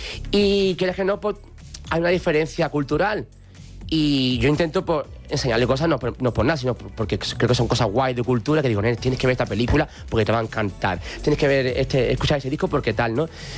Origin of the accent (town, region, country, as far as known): Andalusia, Spain